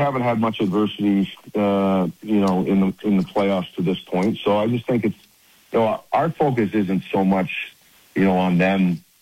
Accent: Rhode Island, United States; Rhode Island, yeah.

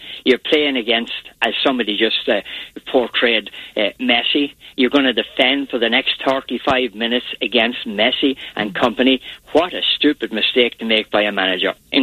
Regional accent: Ireland; Yeah, I'm Irish.

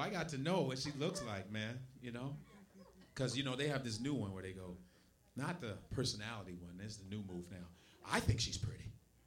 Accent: New York, United States; I'm a New Yorker, so I don't give a fuck.

